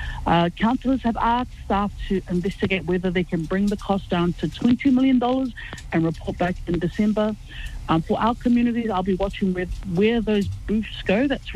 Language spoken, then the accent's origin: English; Otara, Auckland, New Zealand; I know we're both from Otara, no bias